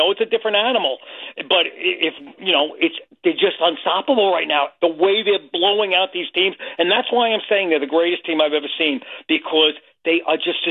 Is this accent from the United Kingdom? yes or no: no; Five Towns, New York, United States; I grew up in the Five Towns